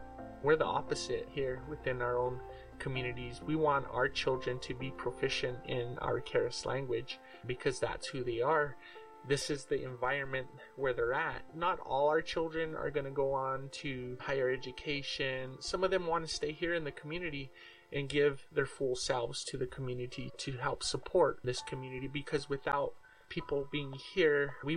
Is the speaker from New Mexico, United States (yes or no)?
yes; New Mexico, United States; I am from the Pueblos of Cochiti and San Felipe, and I come from the Oak Clan.